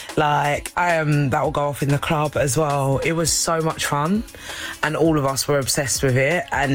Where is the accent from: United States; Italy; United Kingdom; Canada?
United Kingdom; London; growing up in East London, growing up with grime and garage